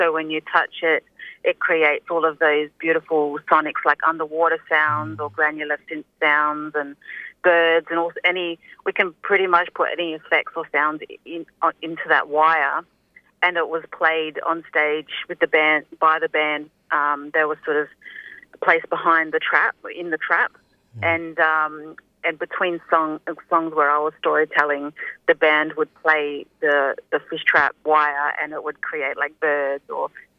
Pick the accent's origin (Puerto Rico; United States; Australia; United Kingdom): Australia; Darwin, Northern Territory; Like, I'm originally from Gadamila, from Darwin. I've got ties to Jawin country in the Torres Strait. I'm here living on Kulin country, and I'm constantly yearning for country